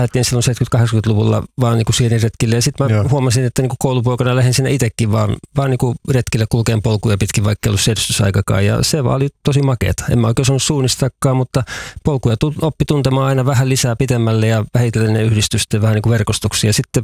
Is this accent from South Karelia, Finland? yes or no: no; Vantaa, Uusimaa, Finland; born or raised there; now in Kainuu, Finland